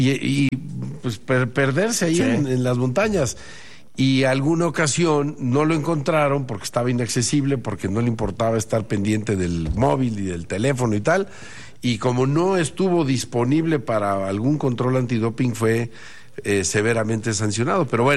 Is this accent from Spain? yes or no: no; Mexico